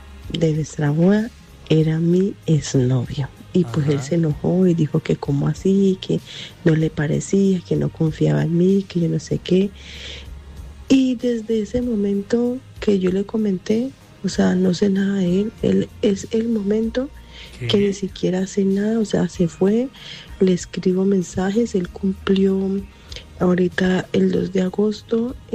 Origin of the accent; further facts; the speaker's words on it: Colombia; now in Spain; Mi prometido y yo somos colombianos, pero hace mucho tiempo vivimos aquí en España.